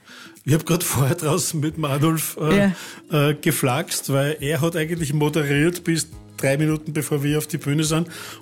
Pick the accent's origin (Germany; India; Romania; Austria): Austria; Leoben, Styria; Also ich bin einmal waschechter Steirer, ich bin geboren in Leoben.